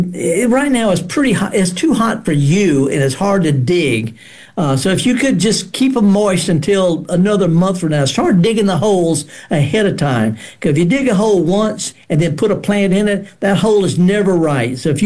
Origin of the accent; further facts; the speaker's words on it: Mississippi Delta, United States; Okay. Now, I'm from the Delta.